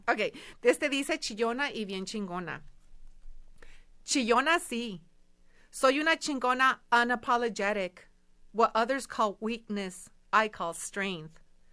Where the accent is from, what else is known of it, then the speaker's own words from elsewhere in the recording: Mexico; Es que sí nos criaron como mujeres mexicanas, latinas, mujeres de color en este país.